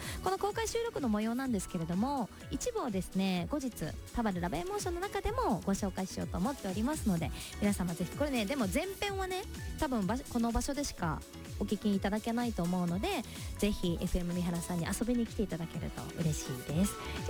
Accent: Hyuga, Miyazaki, Japan; moved away; 私の地元宮崎県日向市

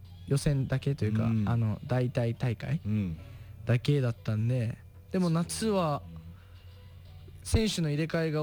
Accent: Tokyo, Japan; now in Mito, Japan; 僕の実家の駅の前に、うん、駅にもあるんですよ、二郎が。

